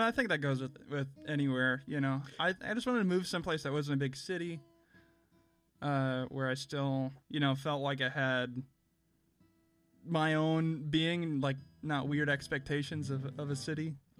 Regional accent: Litchfield, Illinois, United States; now in Champaign-Urbana, United States; I'm from Litchfield, Illinois. I just recently moved to the Champaign-Urbana area.

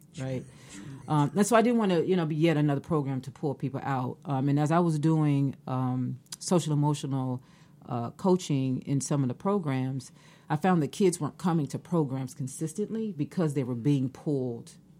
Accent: Chicago, Illinois, United States; moved away; I'm from Chicago. You know, I came down here about 8 years ago.

